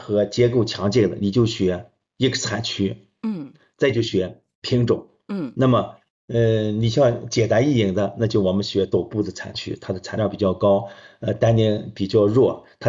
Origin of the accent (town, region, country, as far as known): China